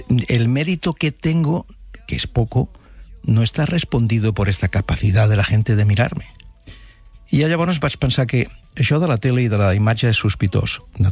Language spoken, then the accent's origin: Catalan; Barcelona, Catalonia, Spain; born there; Recordo que al meu barri, a Sant Gervasi